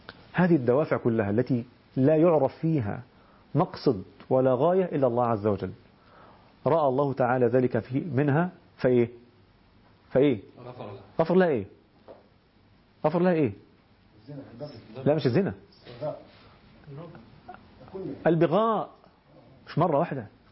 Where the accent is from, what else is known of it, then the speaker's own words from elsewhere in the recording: Egypt; إحنا مسمينه عندنا في مصر النهاردة اسمه يسموه ترند